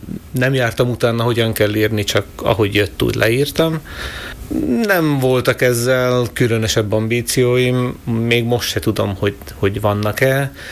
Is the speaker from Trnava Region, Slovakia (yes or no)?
yes; Šamorín, Trnava Region, Slovakia; Én 40 éve élek ebben a házban. Közben éltem külföldön is, utazgattam sokat, úgyhogy de most így stabilan 40 éve vagyok ide bejelentve